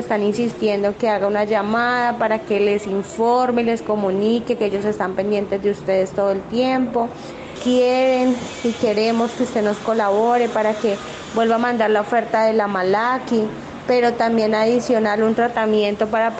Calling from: Fresno, Tolima, Colombia; de Fresno, Tolima.

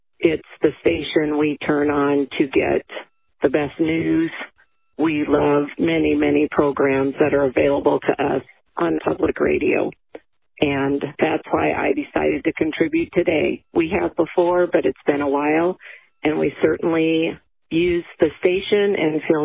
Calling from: Meadow Grove, Nebraska, United States; I'm calling from Meadow Grove.

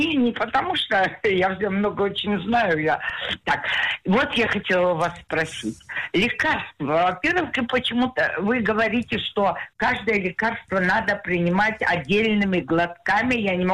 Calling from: Jerusalem, Jerusalem District, Israel; я из Иерусалима.

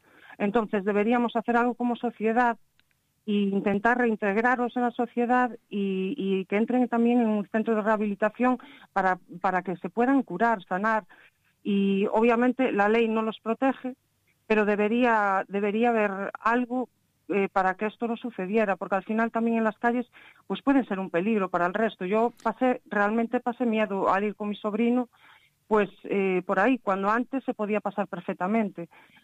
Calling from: Pontevedra, Galicia, Spain; De Pontevedra.

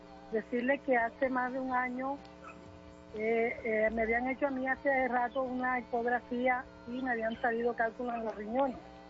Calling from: Sincelejo, Sucre, Colombia; Estoy llamando desde Sincelejo, Sucre

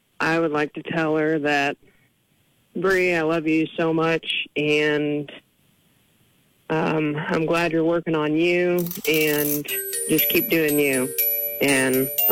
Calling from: Tulsa, Oklahoma, United States; I am calling from Tulsa, Oklahoma.

